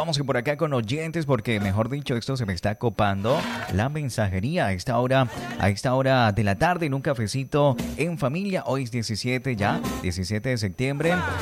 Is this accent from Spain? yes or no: no; Colombia; por nuestra patria amada de Colombia